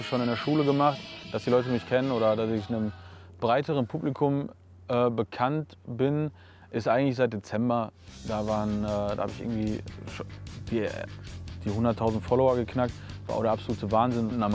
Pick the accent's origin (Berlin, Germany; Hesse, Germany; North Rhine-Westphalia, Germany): North Rhine-Westphalia, Germany; meine Umgebung und auch das, wo ich herkomme, ist schon einfach sehr wichtig. Ist einfach, weil das ist mein Bezug, sag ich mal. Ich bin hier aufgewachsen, ich habe die Sprache mitgekriegt, ich habe das Ruppige mitgekriegt